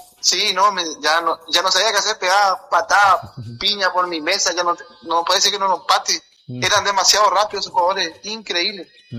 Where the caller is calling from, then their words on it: Posadas, Misiones, Argentina; acá de la Argentina, soy parte de Posada.